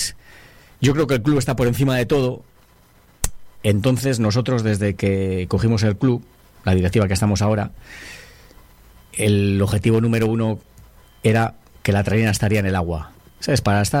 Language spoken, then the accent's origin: Spanish; Riba de Ruesga, Cantabria, Spain; Yo soy de Riba de Ruesga